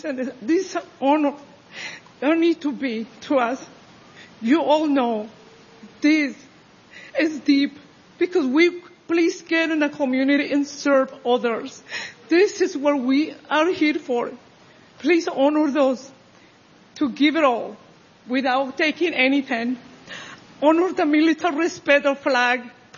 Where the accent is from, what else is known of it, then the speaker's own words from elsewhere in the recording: Honduras; English is a second language; moved away as an adult; I come from deep, deep poverty. I am from Honduras. This was a dream. Today come true. With me, I know in my country, so I grew up with a single mother.